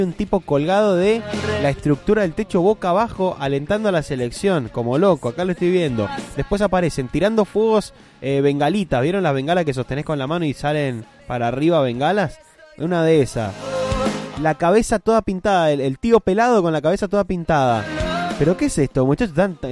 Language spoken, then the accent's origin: Spanish; Argentina; Somos más argentinos que nunca hoy